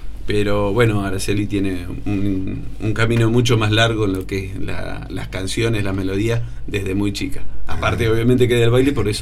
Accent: Buenos Aires, Argentina; also born or lived in Tucumán; Yo tengo raíces tucumanas, en la provincia de Tucumán, Alberdi, Aguilares, esos lugares, pero bueno, viví el 99% de mi vida acá en Buenos Aires.

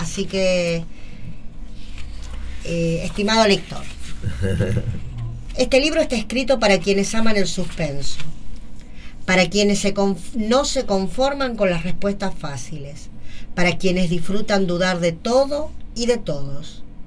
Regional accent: Virrey del Pino, Buenos Aires Province, Argentina; soy de La Matanza, de Virrey del Pino, soy escritora, soy docente.

